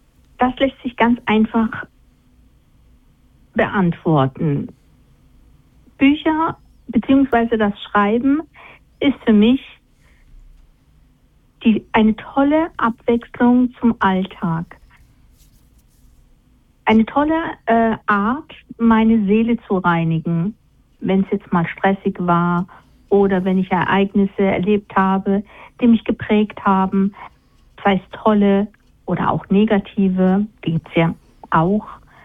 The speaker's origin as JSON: {"language": "German", "country": "Germany", "tie": "born there", "lives_now": "Rauenberg, Germany", "said": "ich bin in Deutschland tatsächlich geboren. Ich wohne in einer kleinen Stadt in der Nähe von Heidelberg. Zur Schweiz direkt habe ich keinen Bezug."}